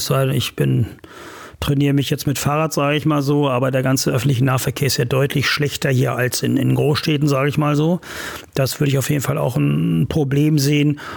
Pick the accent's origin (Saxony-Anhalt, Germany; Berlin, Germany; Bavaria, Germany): Saxony-Anhalt, Germany; Wieblitz; born or raised there